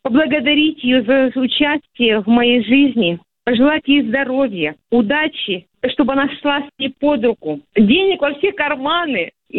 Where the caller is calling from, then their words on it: Iskitim, Novosibirsk Oblast, Russia; я из Новосибирской области, города Искитима.